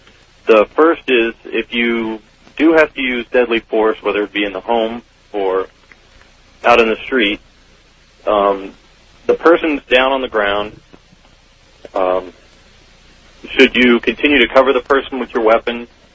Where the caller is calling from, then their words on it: Phoenix, Arizona, United States; in Phoenix, Arizona.